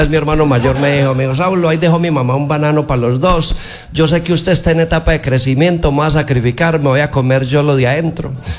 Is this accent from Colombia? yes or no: yes; Marinilla, Antioquia, Colombia; yo vengo de Marinilla, el único pueblo de Colombia que nunca lo tomó la guerrilla